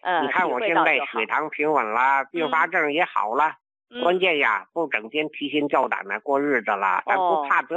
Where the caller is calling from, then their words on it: Tianjin, China; 哎呀，老糖友了，我是天津的。